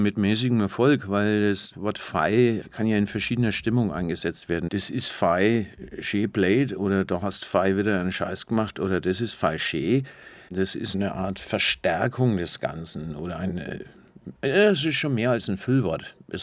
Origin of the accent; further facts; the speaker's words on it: Bavaria, Germany; accent: Franconian; meiner Heimat, meinem Dialekt nicht verweigern und habe gleichzeitig auch Fränkisch gesprochen. Also ich kann im Grunde genommen kann ich beides.